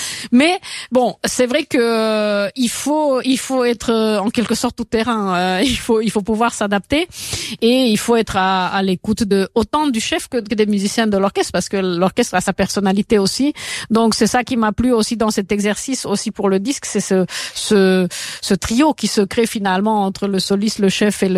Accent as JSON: {"language": "French", "country": "Romania", "tie": "born or raised there", "moved": "yes", "said": "je suis née à 60 kilomètres de la Hongrie, et puis Bartók est né à 60 kilomètres de ma ville natale, et c'est une ville en Roumanie actuellement aussi."}